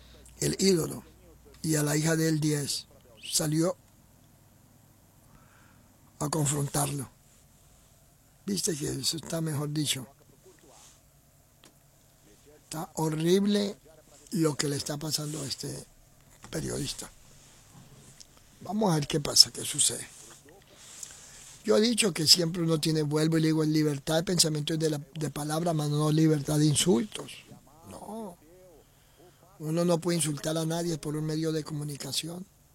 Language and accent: Spanish; Argentina; Yo como argentino siempre soy muy agradecido de México por haber salvado la vida de cientos de argentinos durante la dictadura.